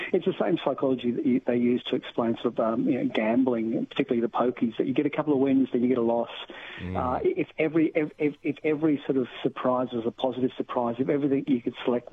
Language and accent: English; Adelaide, South Australia, Australia; I remember growing up in Adelaide in the 70s and the 80s